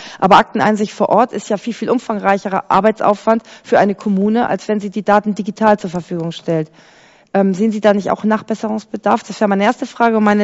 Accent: Quickborn, Schleswig-Holstein, Germany; Ich kann da so ein Lied singen aus meiner Heimatstadt Quickborn.

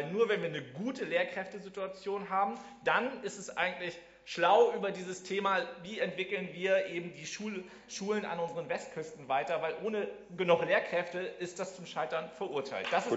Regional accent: Schleswig-Holstein, Germany; Ich weiß jetzt aus dem Kopf, dass in Steinburg, wo ich herkomme, glaube ich, traditionell die Abiturquote immer also am schlechtesten ist.

